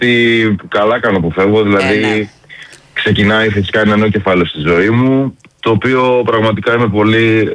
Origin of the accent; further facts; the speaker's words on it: Rhodes, South Aegean, Greece; από τη μία είναι ο τόπος μου, εδώ που μεγάλωσα, εδώ που έκανα παρέες, φίλους.